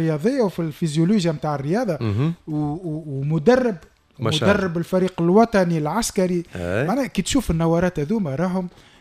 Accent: Tunisia; زدت برشا فخر واعتزاز اللي انا تونسي

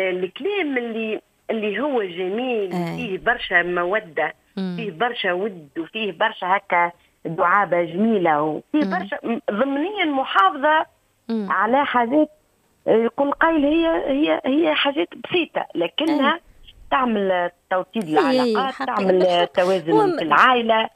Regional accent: North West Tunisia, Tunisia; احنا عندنا في الشمال الغربي

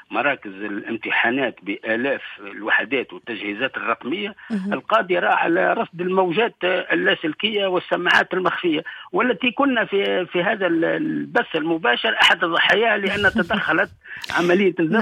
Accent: Tunisia

